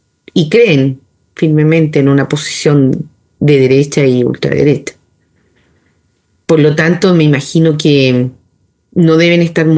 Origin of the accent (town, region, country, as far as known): Chile